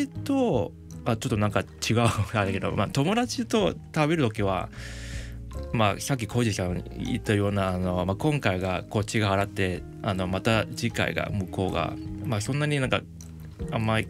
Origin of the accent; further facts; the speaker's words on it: Hong Kong; 僕も一応香港出身で結構そういう、うん、まあ、東南アジア、まあ、香港中華文化